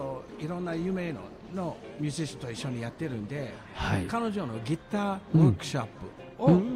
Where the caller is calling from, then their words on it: Otsu, Shiga, Japan; あじゃあ小野という駅で真野という町で